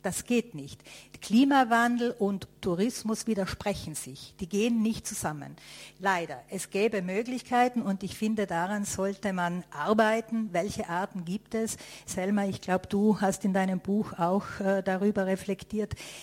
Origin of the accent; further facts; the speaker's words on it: Tyrol, Austria; Das ist mein Recht als Tirolerin.